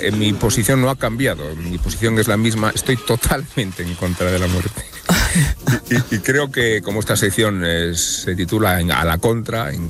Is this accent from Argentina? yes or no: no; Salamanca, Castile and León, Spain; asistir hace muy poco a unos funerales en Salamanca, de donde vengo.